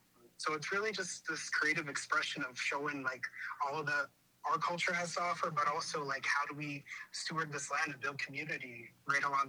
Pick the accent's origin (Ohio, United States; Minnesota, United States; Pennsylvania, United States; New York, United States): New York, United States; Syracuse; I am from Syracuse right now. I live in Syracuse, and so I'm usually in upstate New York.